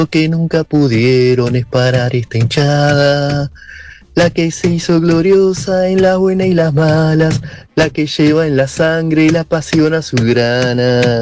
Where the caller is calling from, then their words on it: Buenos Aires, Argentina; de Floresta.